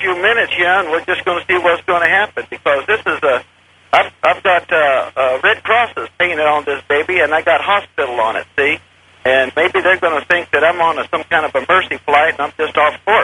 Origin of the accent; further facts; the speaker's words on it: Fort Worth, Texas, United States; Well, I'm up here from Fort Worth in my little airplane.